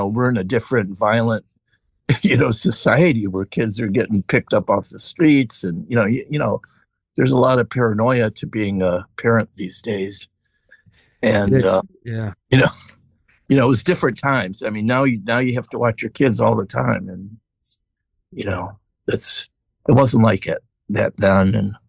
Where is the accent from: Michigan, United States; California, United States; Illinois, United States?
Michigan, United States; Huntington Woods; also born or lived in Detroit; Well, I was born in Detroit in 1955 at Sinai Hospital, Mount Sinai. Let's see. I grew up in Huntington Woods.